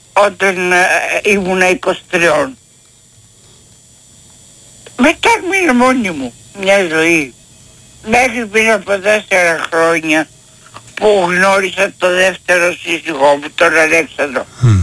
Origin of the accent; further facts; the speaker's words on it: Athens, Attica, Greece; born there; Λοιπόν, μεγάλη πόλη, ναι. Και τι γεννήθηκα στην Αθήνα.